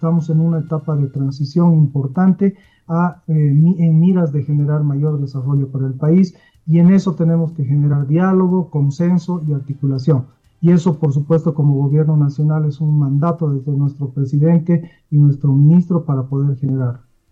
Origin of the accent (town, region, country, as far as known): Bolivia